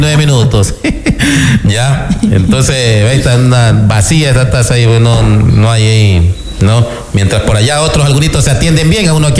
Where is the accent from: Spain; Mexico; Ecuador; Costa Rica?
Ecuador; el Estado ecuatoriano somos todos los ecuatorianos